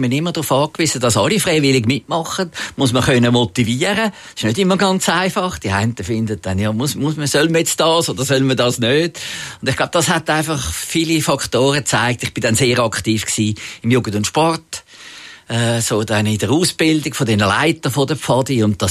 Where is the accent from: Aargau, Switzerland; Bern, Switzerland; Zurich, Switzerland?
Zurich, Switzerland; Zürich; Aber natürlich bin ich aufgewachsen in Zürich und der Zoo war näher und ich war sehr viel im Zoo gewesen.